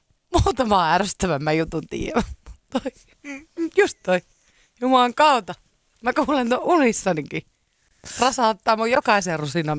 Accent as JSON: {"language": "Finnish", "town": "Vantaa", "region": "Uusimaa", "country": "Finland", "tie": "born or raised there", "said": "pienenä aina Martinlaaksossa mentiin tämmöiseen."}